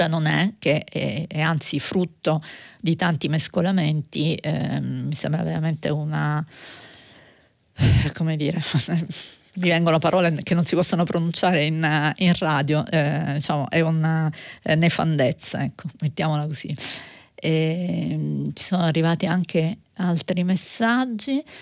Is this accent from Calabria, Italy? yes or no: yes; Calabria, Italy; sono calabrese